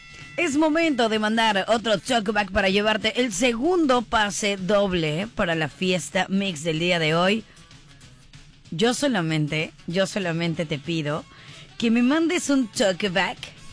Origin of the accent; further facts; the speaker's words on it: Cancún, Quintana Roo, Mexico; todos los locutores que somos de aquí de Cancún